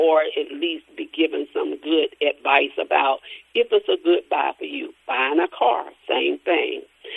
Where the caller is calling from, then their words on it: Atlanta, Georgia, United States; Now, I'm calling you from Atlanta